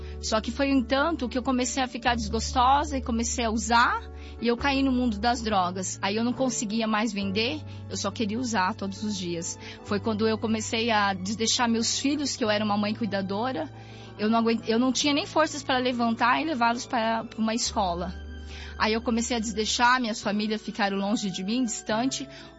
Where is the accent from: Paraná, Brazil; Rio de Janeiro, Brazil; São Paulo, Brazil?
São Paulo, Brazil; Bom Jesus dos Perdões; sou de uma cidade do interior de Bom Jesus dos Perdões, uma cidade pequena